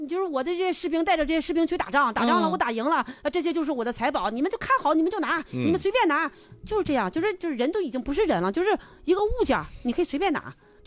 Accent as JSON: {"language": "Chinese", "region": "northern China", "country": "China", "said": "我们就是北方人说的"}